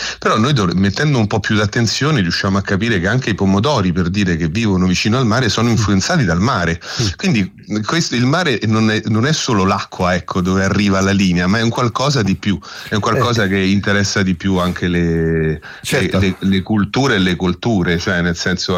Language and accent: Italian; Fiumicino, Lazio, Italy; Io sono di Fiumicino, poi sono andato via e poi sono ritornato a Fiumicino